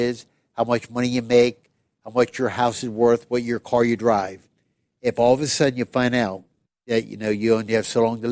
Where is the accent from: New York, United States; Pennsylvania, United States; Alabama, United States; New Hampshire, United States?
Pennsylvania, United States; moved away; I was raised in Pennsylvania